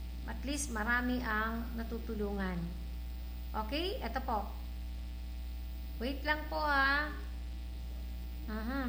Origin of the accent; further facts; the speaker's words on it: Legazpi, Bicol Region, Philippines; dinala ako dito ng tadhana, dinala ako dito ni Lord, at taga-Legazpi po ako.